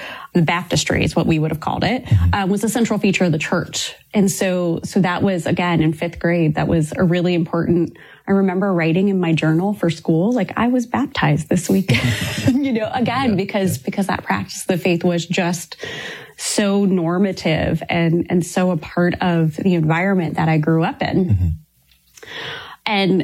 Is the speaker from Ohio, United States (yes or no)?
yes; Ohio, United States; So I grew up in a very rural part of Ohio.